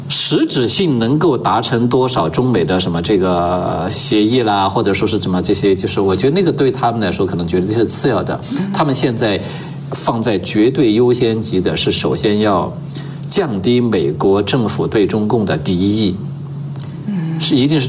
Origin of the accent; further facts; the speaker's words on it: China; 我们中国人